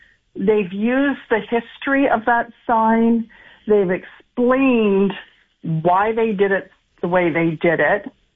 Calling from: McGregor, Ontario, Canada; I am part of the Essex umbrella. I am from the forgotten town of McGregor.

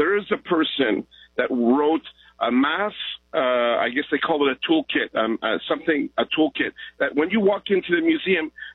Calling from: Canada; as a Canadian

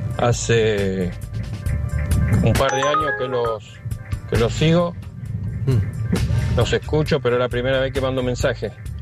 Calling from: Lomas, Buenos Aires Province, Argentina; de Lomas.

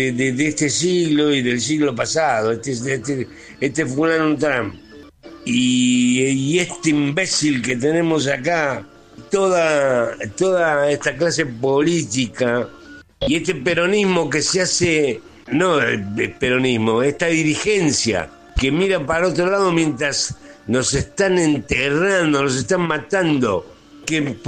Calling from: Avellaneda, Buenos Aires Province, Argentina; de Avellaneda, 69 años, auxiliar de educación.

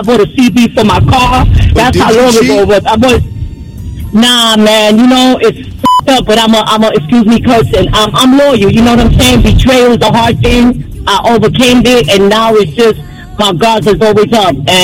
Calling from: New York City, New York, United States; I'm calling from the Bronx.

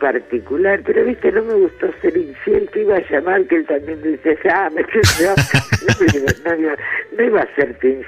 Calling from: Greece; de Grecia.

